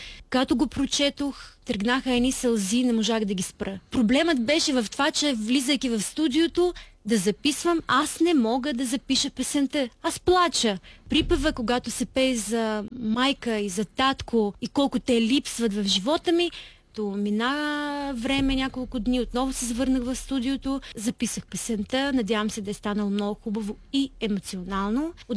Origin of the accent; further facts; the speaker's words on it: Ukraine; Bulgarian is a second language; now in Bulgaria; съм от Украйна и моето семейство доста ми липсва, защото не сме един до друг дълги години, виждаме се много рядко